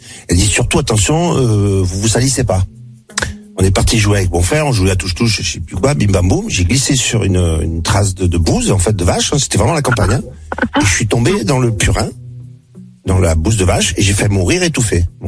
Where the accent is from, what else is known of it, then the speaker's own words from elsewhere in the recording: Marseille, Provence-Alpes-Côte d'Azur, France; J'ai grandi à Marseille, hein, je peux faire préciser.